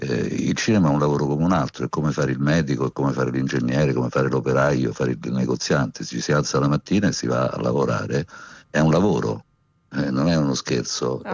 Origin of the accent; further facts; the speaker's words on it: Rome, Lazio, Italy; now in Milan, Italy; Siamo romani, ma abbiamo fatto, se tu pensi, non so, Sotto il vestito niente, eccezionale veramente, Via Monte Napoleone, Iuppis, ma tantissimi, abbiamo fatto tantissimi film che hanno raccontato Milano, è curioso, eh?